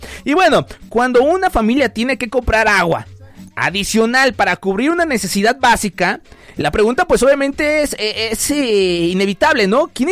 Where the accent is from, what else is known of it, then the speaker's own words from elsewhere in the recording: León, Guanajuato, Mexico; De nosotros también, como leoneses, como guanajuatenses, como mexicanos